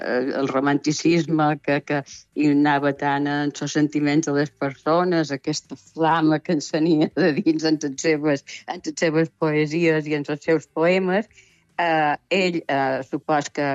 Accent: Balearic Islands, Spain; Així com nosaltres també dèiem que som mallorquins i parlàvem català de Mallorca

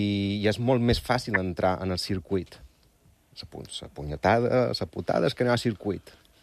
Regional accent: Balearic Islands, Spain; moved away as an adult; soc mallorquí, però vaig arribar de l'Institut del Teatre amb 28 anys

